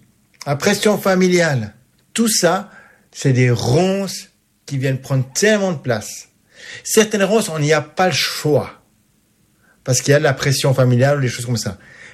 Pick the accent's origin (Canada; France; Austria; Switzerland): Switzerland